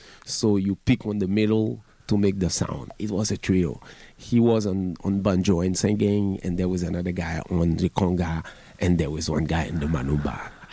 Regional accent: Port-au-Prince, Haiti; also born or lived in South, Haiti; I grew up half in Port-au-Prince, half in the South.

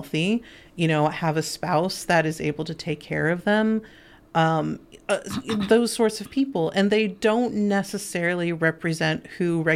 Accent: California, United States; now in Columbia, United States; I grew up in rural California, right? So same sort of situation. I grew up in a very Republican area and very conservative place.

